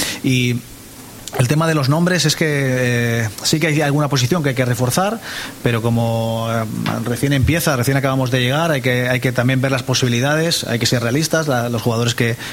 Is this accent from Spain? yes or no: yes; Barcelona, Catalonia, Spain; es una persona a la que conozco, somos de Barcelona